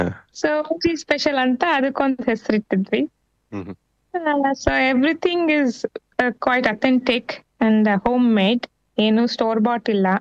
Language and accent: Kannada; Bangarapet, Karnataka, India; born there; moved away; ಬಂಗಾರಪೇಟ್ ಪಾನಿ ಅನ್ನೋದು ಸಿಗುತ್ತಲ್ಲ, ರೆಗ್ಯುಲರ್ ಪಾನಿ ತರ ಇರೋದಿಲ್ಲ, ನಮ್ಮೂರಿಂದೇ ಸಿಗುತ್ತೆ.